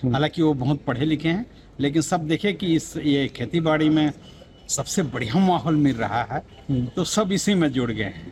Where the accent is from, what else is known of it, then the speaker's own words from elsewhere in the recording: Mahasamund district, Chhattisgarh, India; ग्राम मिलारावत, जिला महासमुंद, छत्तीसगढ़ का रहने वाला हूँ और मैं जैविक कृषक हूँ, जैविक खेती करता हूँ पारंपरिक तरीके से और हमारे 5 पीढ़ी से वही खेती करते आ रहे हैं।